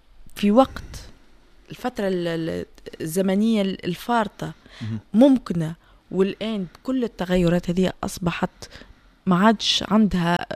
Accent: Tunisia; accent: Tunisian; اللهجة التونسية فيها إيقاع وهذا ثراء لهجتنا

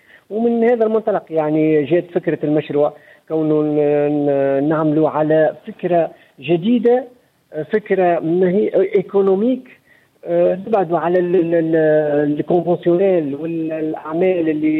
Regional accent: Tunisia

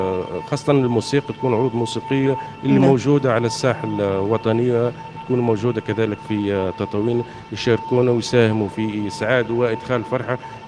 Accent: Tataouine, Tataouine Governorate, Tunisia; بما ان تطاوين تسخر بالقصور الصحراويه، القصور نقولوا بلهجتنا

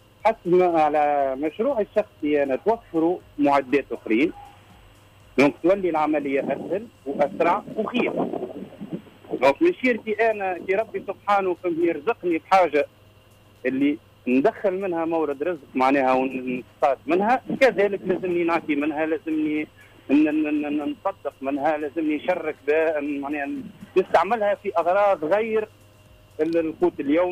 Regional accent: La Marsa, Tunis Governorate, Tunisia; born there; نحن كوميونيتي غاديك في مرسى نحن تعرف بعضها ملي صغار

